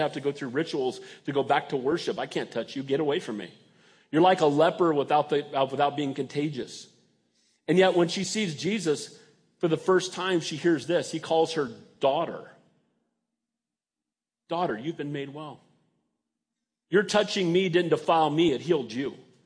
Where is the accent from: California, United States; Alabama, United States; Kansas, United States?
California, United States; San Bernardino; born there; I said, you know, I was born in San Bernardino.